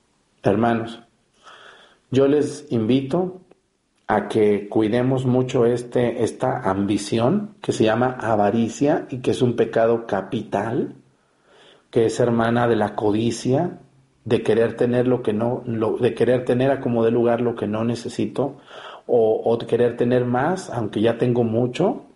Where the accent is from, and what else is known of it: Mexticacán, Jalisco, Mexico; moved away